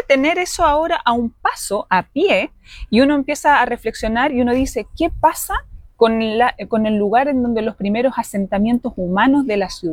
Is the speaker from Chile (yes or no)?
yes; Valparaíso, Chile; yo soy porteña y me encanta recordar Valparaíso